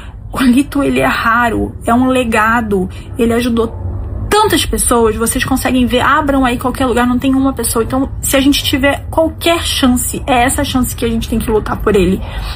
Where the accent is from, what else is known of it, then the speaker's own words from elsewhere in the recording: Brazil; A gente é brasileiro